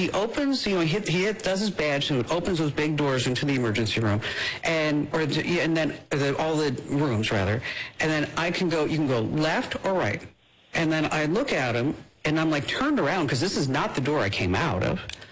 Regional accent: New Jersey, United States; listen, I'm from New Jersey. I can handle this.

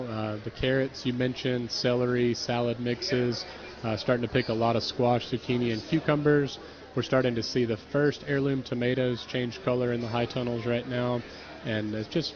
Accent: Mississippi, United States; bringing an organic farm back to my hometown

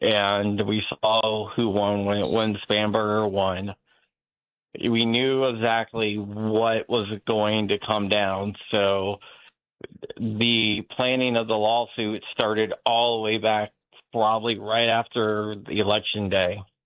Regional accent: Sterling, Virginia, United States; I grew up and I still live in Loudoun County. I grew up in Sterling and live in Ashburn.

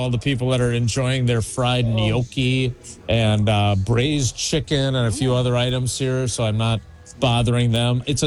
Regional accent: Milwaukee, Wisconsin, United States; I grew up in Milwaukee, you know, the mean south side streets of Milwaukee.

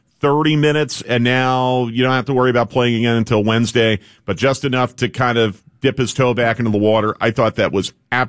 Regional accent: Pennsylvania, United States; I grew up near Philadelphia, and that was Jersey Shore

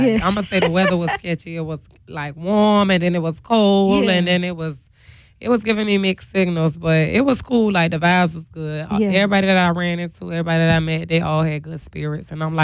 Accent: Savannah, Georgia, United States; I'm from Savannah, the West Side, to be exact.

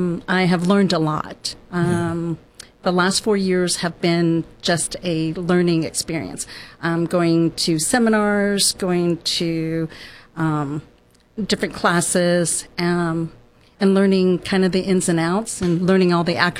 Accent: Vietnam; now in United States; I immigrated here as a refugee from Vietnam in 1975. My father was in the military, a naval officer.

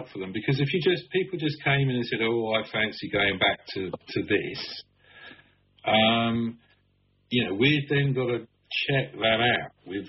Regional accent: London, United Kingdom; And, you know, as a Londoner, you know, fascinated by, at that point, the biggest city in Europe, the most dynamic city

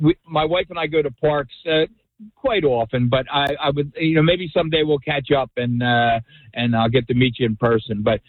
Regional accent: Philadelphia, Pennsylvania, United States; I grew up in Philadelphia as well, and in your show, I could always relate to a lot of your stories and what you experienced in your youth, and I had a lot of the same things in my life as well. I'm 73.

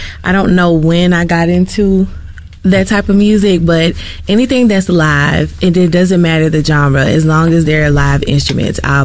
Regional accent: Southern United States, United States; And as a Southerner, I'm sure some people will be in uproar about this.

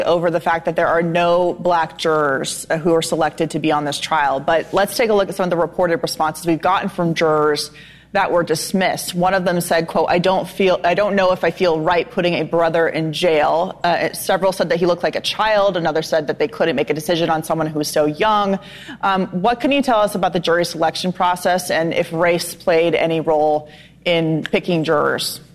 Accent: Arizona, United States; I'm also from Arizona.

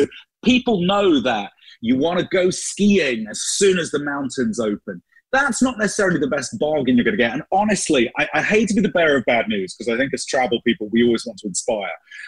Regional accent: United Kingdom; born or raised there; moved away as an adult; now in United States

